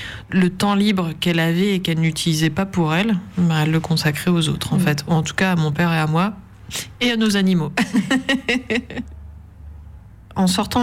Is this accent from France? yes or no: yes; Lille, Hauts-de-France, France; born there; now in Lambersart, France; j'ai 48 ans, j'habite sur l'Ambersart, j'ai 2 enfants, je suis née à Lille.